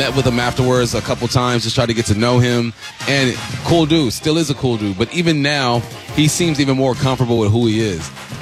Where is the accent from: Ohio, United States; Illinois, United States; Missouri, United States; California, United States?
California, United States; now in Seattle, United States; When I first moved out here, because I'm from Cali, right?